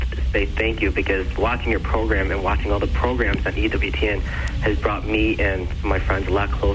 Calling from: Evergreen, Illinois, United States; I'm calling from Evergreen.

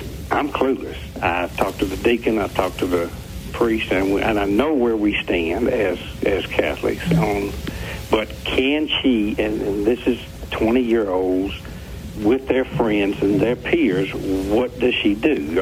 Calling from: Atlanta, Georgia, United States; Atlanta, Georgia.

